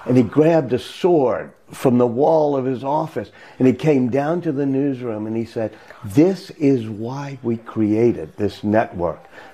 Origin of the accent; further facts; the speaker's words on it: New Orleans, Louisiana, United States; That helps in my hometown of New Orleans create things like jazz and wonderful food